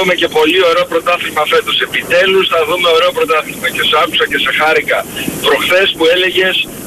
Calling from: Lavrio, Attica, Greece; από Λαύριο.

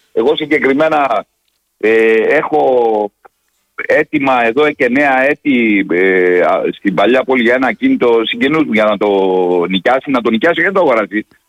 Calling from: Rhodes, South Aegean, Greece; σαν Ροδίτης. Δηλαδή λυπάμαι τον τόπο μου.

